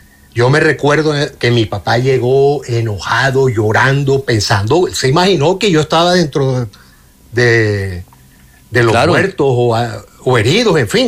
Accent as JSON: {"language": "Spanish", "town": "Barranquilla", "region": "Atlántico", "country": "Colombia", "tie": "born or raised there", "moved": "yes", "lives_now": "Canada", "said": "Yo tenía 10, 11 años. En Barranquilla, yo soy de Barranquilla, vivo en Canadá"}